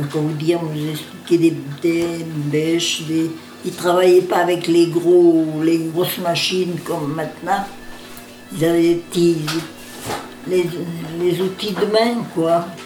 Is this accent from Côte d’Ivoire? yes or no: no; Saint-Romain, France; born there; Je suis née à Saint-Romain, je veux dire, Saint-Romain, c'est des villages, il y a le Soleillant, il y a Valenchère, j'étais un peu aux deux endroits, mais enfin, je veux dire, Saint-Romain, et puis ça y est, Saint-Romain, Valenchère.